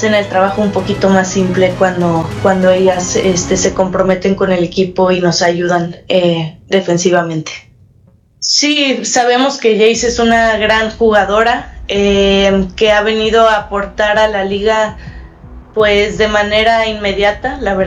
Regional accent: Mexico; Entonces, sí, como futbolista mexicana, pues me enorgullece que haya una compañera mexicana nominada para estos premios

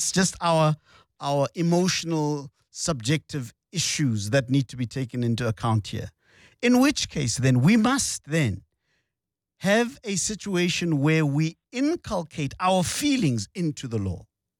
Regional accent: South Africa; I am a South African. So I'm not here as somebody coming from someplace looking in. I am a South African.

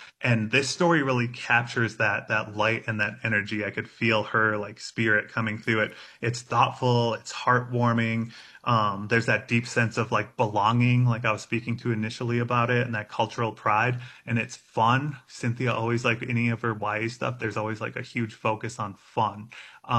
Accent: Red Lake Indian Reservation, Minnesota, United States; now in Denver, United States; Like I live in Denver, but I'm from the Red Lake Indian Reservation in northern Minnesota.

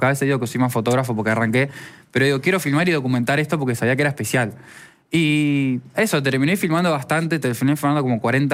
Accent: Rosario, Santa Fe, Argentina; moved away as an adult; En Rosario, soy de Rosario.

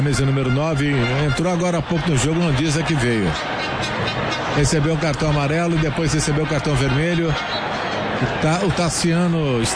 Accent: Lavras, Minas Gerais, Brazil; also born or lived in Poços de Caldas; Não, sou de Lavras, mas morei muito tempo em Poços. Cidade linda.

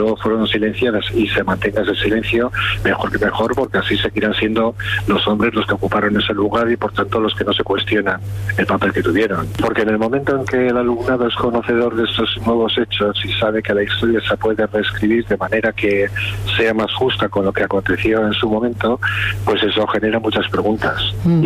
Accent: Basque Country, Spain; yo provengo del País Vasco.

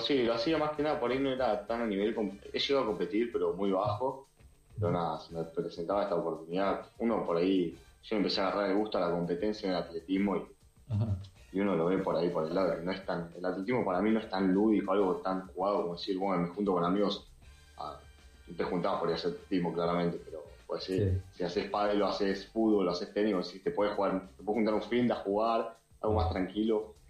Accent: Monte Grande, Buenos Aires Province, Argentina; Yo soy de Monte Grande, pero practicaba Grande, también en un club de acá de Monte Grande.

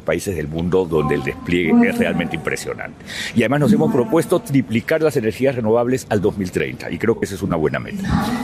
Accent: Colombia; Para mí un placer, un gusto estar en mi país, en Colombia y en Medellín, que es una bella ciudad.

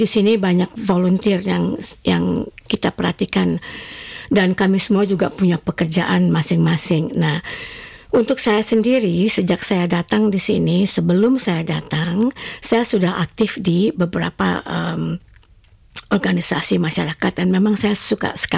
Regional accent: Indonesia; now in Australia; yang memang ingin menjalin hubungan kita dari Indonesia, mm-hmm, dengan juga dari Australia karena kita tinggal di Australia

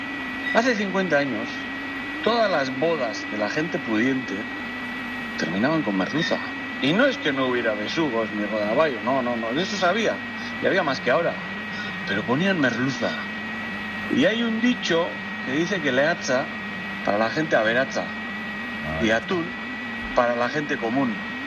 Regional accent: Ondarroa, Basque Country, Spain; O sea, mi pueblo, Ondarro, antes era Dios, han llegado a tener 170 y pico barcos de altura y otros pues 50 o 70 de bajura, y hoy en día no sé si llegan a 10 en total

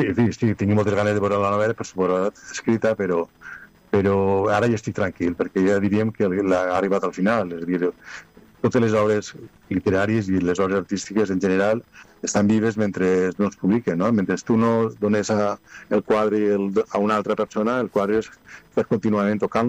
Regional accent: Agullent, Valencian Community, Spain; now in Canals, Spain; Jo sóc d'Agullent, ho sabeu massa bé, visc a Canals i he treballat tota la vida en Ontinyent

